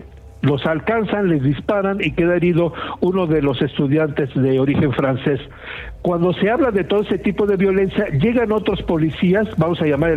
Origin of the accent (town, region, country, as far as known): Mexico